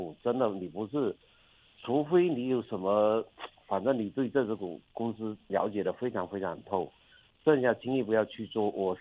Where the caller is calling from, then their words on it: Fujian, China; 我是福建的那个